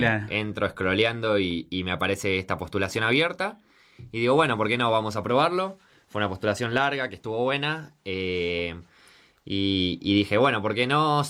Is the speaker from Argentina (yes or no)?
yes; Buenos Aires, Argentina; Soy de Capital Federal, de toda la vida porteño.